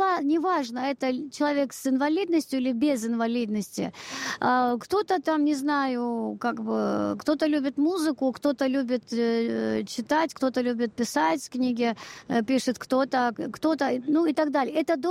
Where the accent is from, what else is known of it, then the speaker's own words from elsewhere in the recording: Abkhazia, Georgia; moved away; я как бы родилась в Грузии, в Абхазии